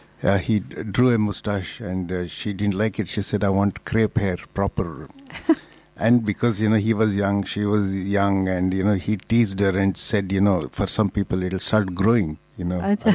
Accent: South India, India; Hindi is a second language; मैं पहले ही बोलता हूँ, मैं दक्षिण भारत से हूँ, मैं थोड़ा तो रुक रुक रुक के हिंदी में बोल सकता हूँ

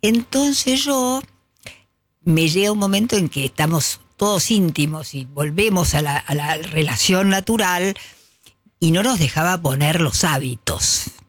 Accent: Argentina

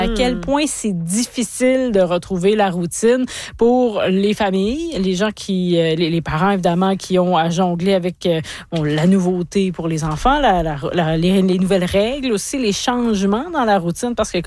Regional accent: Quebec, Canada; voir quelle est l'importance de ce qui se passe chez nous au Saguenay-Lac-Saint-Jean

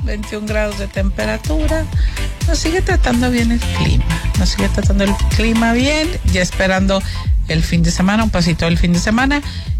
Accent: Mexico

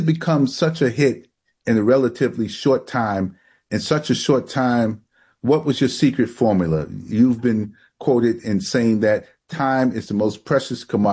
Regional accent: Brooklyn, New York, United States; Well, you know, I grew up in Brooklyn.

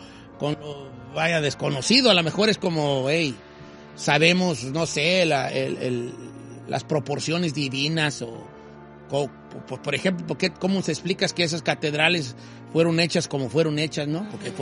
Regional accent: Mexico; no como los mexicanos que somos pues de muchos de los nahuas y mayas y zapotecas y mixtecas

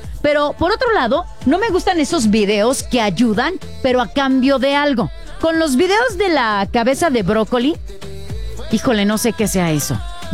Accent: San Agustín Tlaxiaca, Hidalgo, Mexico; independientes y ajenos a cualquier tipo de partidos y además somos de San Agustín Tlaxiaca.

